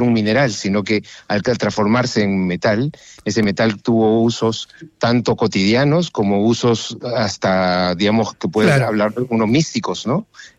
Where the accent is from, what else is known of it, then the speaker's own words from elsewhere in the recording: Chimbote, Ancash, Peru; como yo soy de Chimbote, Chimbote es un puerto y siempre está obligado al mar, siempre está cerca del mar